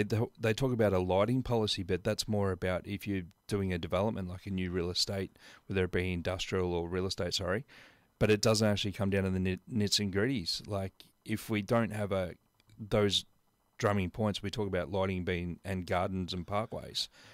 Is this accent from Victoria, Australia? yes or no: yes; Warragul, Victoria, Australia; I grew up in Warrigal